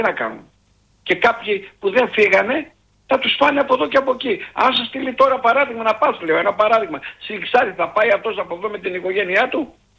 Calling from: Kapnochori, Western Macedonia, Greece; Εγώ είμαι από το Καπνοχώρι. Καπνοχώρι Κοζάνης. Είμαι 3 χιλιόμετρα από τον Άγιο Δημήτριο.

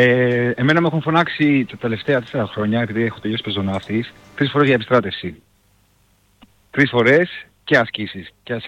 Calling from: Athens, Attica, Greece; εγώ είμαι από Αθήνα

